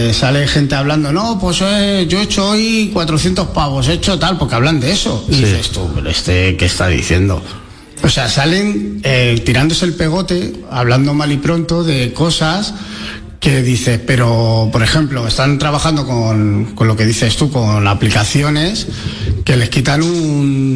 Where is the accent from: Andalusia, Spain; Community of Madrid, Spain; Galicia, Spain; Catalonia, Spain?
Community of Madrid, Spain; Madrid; Porque yo soy madrileño, he conducido desde los 18 años por Madrid.